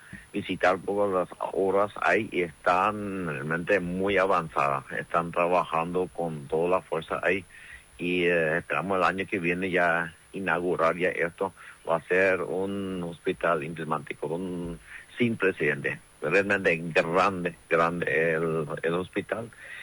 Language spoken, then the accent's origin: Spanish; Paraguay; que mantengamos esa cultura que somos paraguayos idénticos.